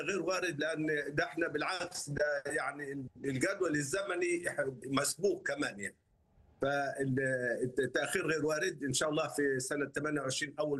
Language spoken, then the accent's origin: Arabic; Egypt; احنا عندنا في مصر